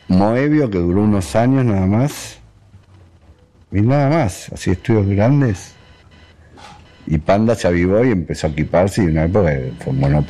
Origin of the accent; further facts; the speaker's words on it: Versalles, Buenos Aires, Argentina; born there; Y era muy cerca, yo nací en Versalles.